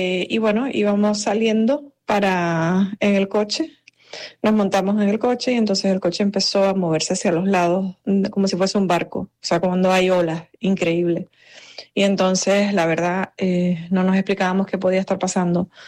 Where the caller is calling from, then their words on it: Panama City, Panamá, Panama; Yo vivo en la ciudad de Panamá. La ciudad de Panamá se encuentra cerca del Pacífico, enfrente del Pacífico.